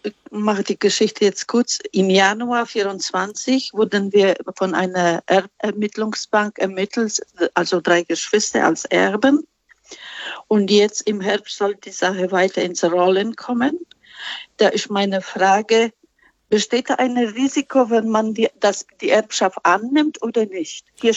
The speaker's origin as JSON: {"language": "German", "region": "Upper Silesia", "country": "Poland", "second_language": "German", "lives_now": "Germany", "said": "Sie hören meinen Akzent, wir kommen von Oberschlesien"}